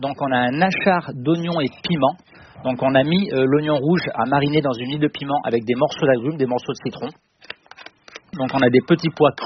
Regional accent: Auvergne-Rhône-Alpes, France; Je suis originaire d'Auvergne, j'aurais envie de faire un lait de noix à l'automne

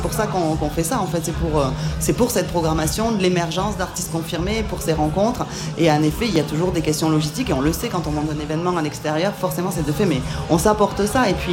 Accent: South-West France, France; accent: south-west French; Moi je viens du sud-ouest, ça s'entend un petit peu à mon accent que j'ai pourtant gardé alors que je vis là depuis quelques années maintenant.

